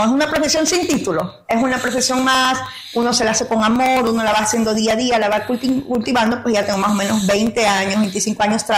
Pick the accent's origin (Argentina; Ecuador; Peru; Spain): Ecuador; moved away as an adult; now in United States; Yo soy ecuatoriana. Sí, soy ecuatoriana. Tengo ya 7 años viviendo en este país.